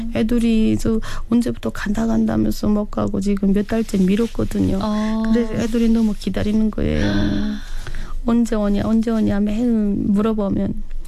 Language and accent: Korean; Hwanghae, North Korea; now in South Korea; 남한 정착 8개월 차인 황해도가 고향인